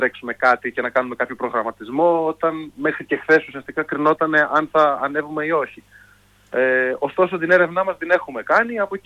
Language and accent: Greek; Kavala, Eastern Macedonia and Thrace, Greece; moved away as an adult; εγώ είμαι ένα παιδί από την Καβάλα και το 2022... πήρα αυτό το ρίσκο να φύγω από την Καβάλα, να έρθω σε μια μεγαλύτερη πόλη χωρίς να γνωρίζω τίποτα και κανέναν